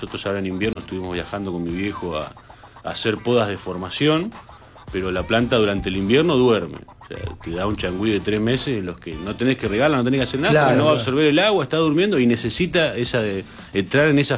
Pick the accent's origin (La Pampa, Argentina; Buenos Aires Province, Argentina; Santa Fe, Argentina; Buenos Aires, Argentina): La Pampa, Argentina; somos de La Pampa